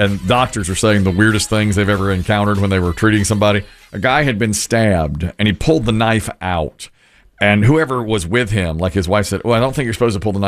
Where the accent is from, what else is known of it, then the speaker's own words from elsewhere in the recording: Asheboro, North Carolina, United States; I grew up in Ashboro